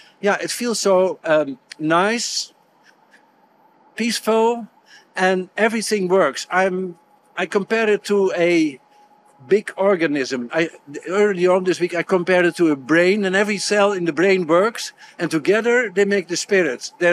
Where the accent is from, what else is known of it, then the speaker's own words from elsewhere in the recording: Amsterdam, North Holland, Netherlands; English is a second language; I'm from the Netherlands, Amsterdam, the capital.